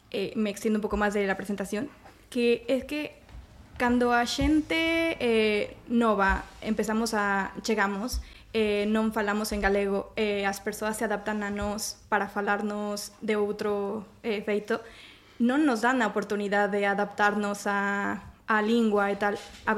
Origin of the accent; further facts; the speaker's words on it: Mexico; Galician is a second language; Eu son mexicana.